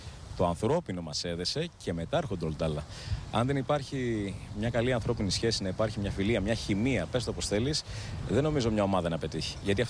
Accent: Athens, Attica, Greece; moved away as an adult; now in Crete, Greece; εγώ μεγάλωσα στην Αθήνα καταρχάς. Εγώ κατέβηκα μόνιμα στην Κρήτη στα 18-19 μου χρόνια.

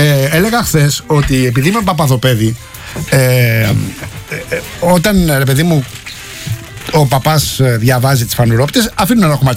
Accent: Rafina, Attica, Greece; Για να δω τι γίνεται και στην πατρίδα μου, στη Ραφίνα.

